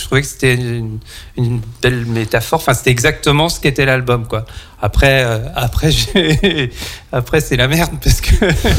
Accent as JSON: {"language": "French", "region": "Brittany", "country": "France", "said": "Ouais, mais on est breton."}